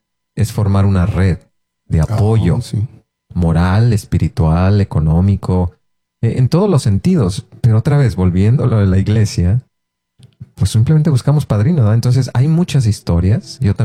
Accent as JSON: {"language": "Spanish", "country": "Mexico", "said": "Porque sobre todo hablo de la cultura mexicana, ¿verdad? No solo porque somos mexicanos"}